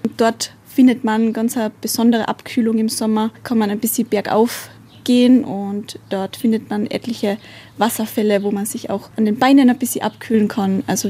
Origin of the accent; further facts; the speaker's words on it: Seeboden, Carinthia, Austria; Ich bin aus Seeboden, also auch direkt am Millstätter See.